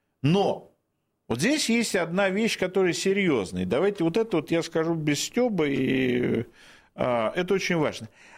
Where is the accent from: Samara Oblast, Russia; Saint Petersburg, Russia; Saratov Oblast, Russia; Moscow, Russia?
Moscow, Russia; у меня в дворе моего детства на улице Волгина в городе Москве